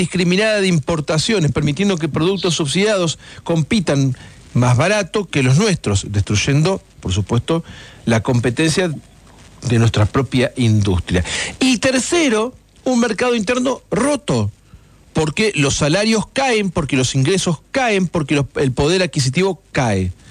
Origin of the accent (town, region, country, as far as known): Argentina